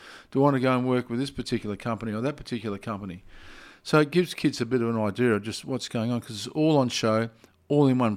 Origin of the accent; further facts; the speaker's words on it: Perth, Western Australia, Australia; I grew up in Western Australia, in Perth